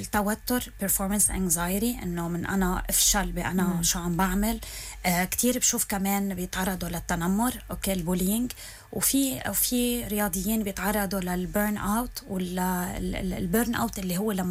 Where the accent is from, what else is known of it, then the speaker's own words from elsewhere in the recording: Lebanon; نحن كمجتمع لبناني